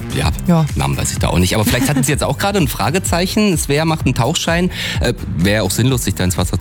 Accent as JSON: {"language": "German", "town": "Oberschönau", "region": "Thuringia", "country": "Germany", "tie": "born or raised there", "said": "bei uns zu Hause in Oberschönau ist auch geöffnet. Da sind wir mal als Kinder hingefahren mit einem Fahrrad."}